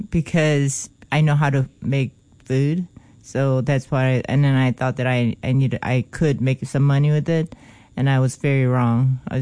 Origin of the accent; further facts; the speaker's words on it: South Korea; moved away; So growing up in Korea, South Korea